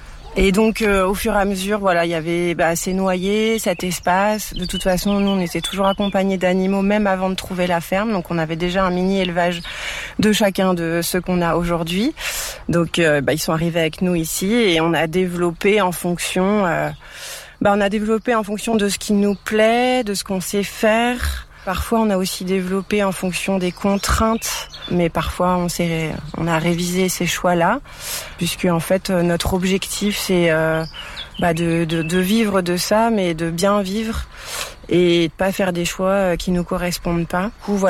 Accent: Paris, Île-de-France, France; Moi, je viens de Paris.

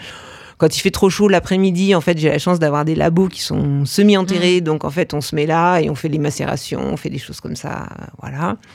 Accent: Auvergne-Rhône-Alpes, France; J'ai grandi en Savoie.

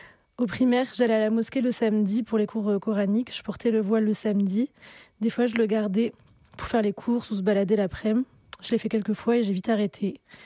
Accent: France; born there; first language Darija; Je suis née en France dans une famille marocaine, musulmane, famille traumatisée par la France et par ce que j'allais devenir. Le derija, c'est ma langue maternelle, le berbère aussi.

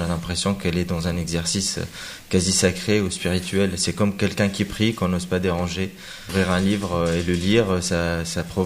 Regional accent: Tunisia; French is a second language; J'ai grandi en Tunisie dans les années 80

